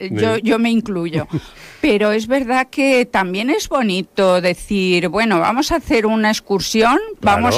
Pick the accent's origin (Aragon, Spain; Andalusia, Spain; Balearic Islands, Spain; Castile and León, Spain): Balearic Islands, Spain; Ibiza; para los que somos de Vila